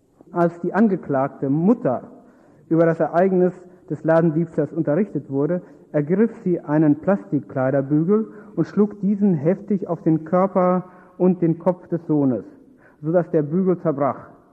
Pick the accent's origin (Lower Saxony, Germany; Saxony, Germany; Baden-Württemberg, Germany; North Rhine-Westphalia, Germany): North Rhine-Westphalia, Germany; Detmold; Manche Leute kennen mich vielleicht sogar. Einzelne. Ich komme aus Detmold, wohne da auch